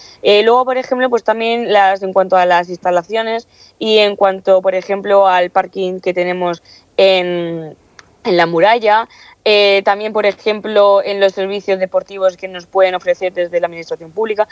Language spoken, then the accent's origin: Spanish; Castilla-La Mancha, Spain; yo no soy de Cartagena, de hecho yo soy de un pueblito, de un pueblo de Ciudad Real, de Castilla-La Mancha, y para mí fue un cambio bastante drástico.